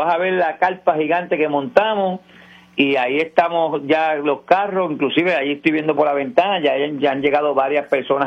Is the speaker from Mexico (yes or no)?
no; Aguadilla, Puerto Rico; demostremos de qué estamos hechos los aguadillanos. Así que vamos para adelante, que yo voy a mi pueblo.